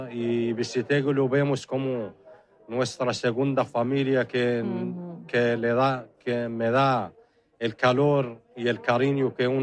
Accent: Western Sahara; now in Spain; yo soy del Sahara y vivo con 2 chicos de Marruecos

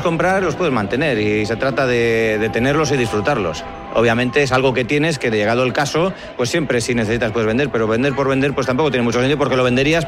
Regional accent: Bilbao, Basque Country, Spain; moved away as an adult; No, yo soy de Bilbao, yo crecí en Bilbao y llevo aquí 5 años

